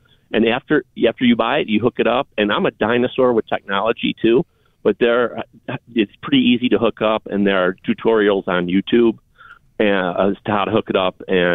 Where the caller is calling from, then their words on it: Lockport, United States; I called in with the Notre Dame ticket story.